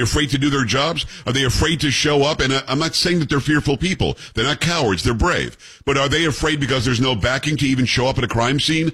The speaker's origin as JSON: {"language": "English", "town": "Amityville", "region": "New York", "country": "United States", "tie": "born or raised there", "also_born_or_lived": "Copiague, New York", "moved": "yes", "said": "I grew up in Copeg from Amityville originally."}